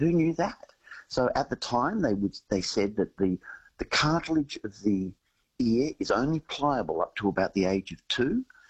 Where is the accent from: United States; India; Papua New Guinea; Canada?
Papua New Guinea; And I grew up in Papua New Guinea